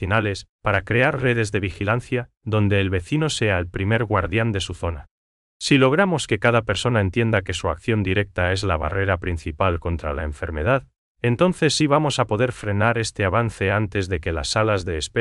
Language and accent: Spanish; Paraguay